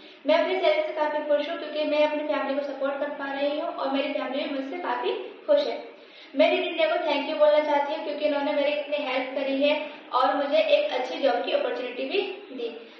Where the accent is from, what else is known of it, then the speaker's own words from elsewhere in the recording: Rampur, Uttar Pradesh, India; मैं PWD colony बदोटोला Rampur Uttar Pradesh की रहने वाली हूँ।